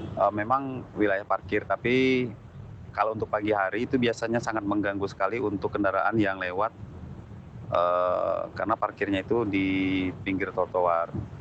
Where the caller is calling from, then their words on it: Bengkulu, Indonesia; Selamat pagi RRI, saya dari … di Penurunan. Mau tanya soal parkiran nih di beberapa jalan protokol di Kota Bengkulu.